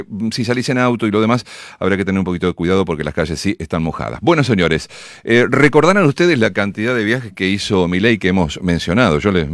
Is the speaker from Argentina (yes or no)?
yes; Argentina; a mí como argentino